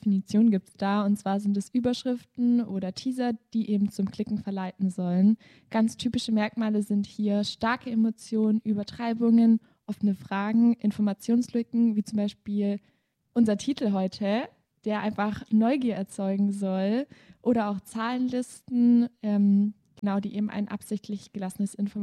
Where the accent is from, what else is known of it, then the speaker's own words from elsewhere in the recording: Swabia, Germany; Wir sind ja auch Schwaben.